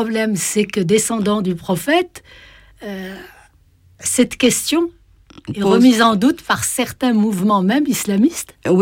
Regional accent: Morocco; French is a second language; parce que je suis marocaine quand même, je ne suis pas française, et donc le français, même si je peux le maîtriser, n'est pas ma langue maternelle.

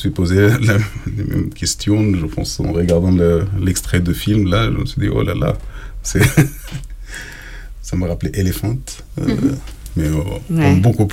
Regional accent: Sudan; Je pense jusqu'à les années 80, il y avait un vrai cinéphile au Soudan.

